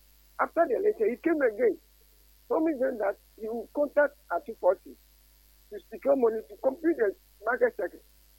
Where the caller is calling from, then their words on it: Japan; Calling from Japan.